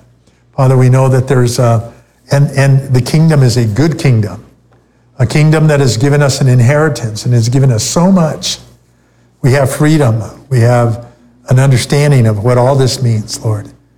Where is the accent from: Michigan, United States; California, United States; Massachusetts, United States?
Michigan, United States; I am offended that you even mentioned my hometown, Michigan.